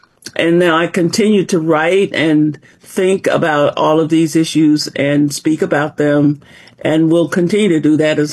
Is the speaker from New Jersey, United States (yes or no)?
no; El Dorado, Arkansas, United States; moved away as an adult; also born or lived in California, United States; now in Georgia, United States; I was born in El Dorado, Arkansas. I lived in Arkansas until I was 18, left there, mm-hmm. went to California to college